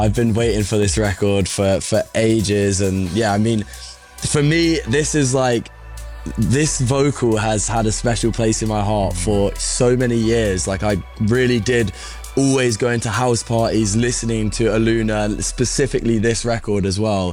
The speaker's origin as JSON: {"language": "English", "region": "South East England", "country": "United Kingdom", "tie": "born or raised there"}